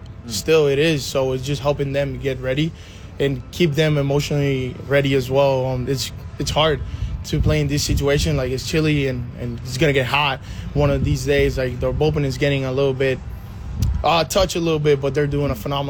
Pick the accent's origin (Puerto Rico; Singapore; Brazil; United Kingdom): Puerto Rico; born or raised there